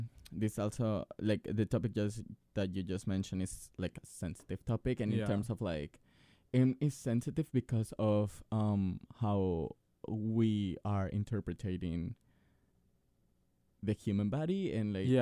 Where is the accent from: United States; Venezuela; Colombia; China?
Colombia; moved away; I grew up in Colombia.